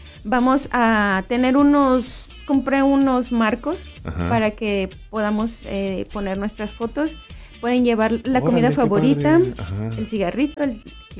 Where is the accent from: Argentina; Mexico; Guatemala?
Mexico; moved away as an adult; Yo que nací y crecí en México